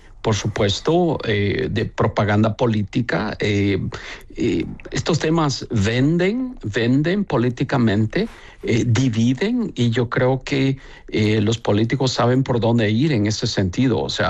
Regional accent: El Salvador; now in United States; Cuando salí de El Salvador, traía una mochila quizás pues con una muda, pero esa mochila venía llena de sueños, llena de esperanza, llena de proyectos.

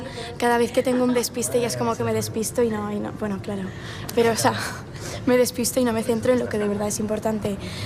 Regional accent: Pamplona, Navarre, Spain; como yo soy de Pamplona

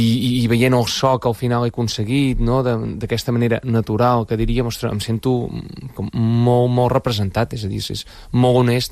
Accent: Torre d'Oristà, Catalonia, Spain; De la Torre d'Oristà, sí.

